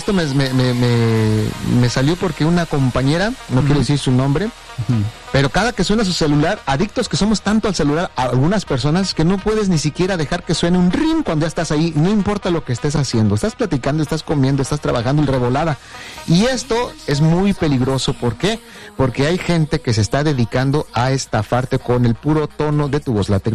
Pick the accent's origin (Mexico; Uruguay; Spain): Mexico; Aguascalientes; No, soy de aquí de Aguascalientes, el chupacabras.